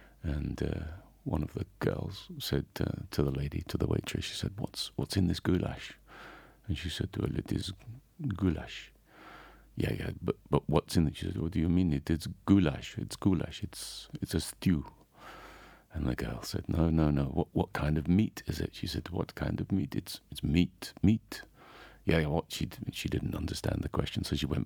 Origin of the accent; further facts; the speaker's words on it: England, United Kingdom; also born or lived in Sweden / France / Netherlands; now in Austria; because I'm an English man, living in the Austrian Alps.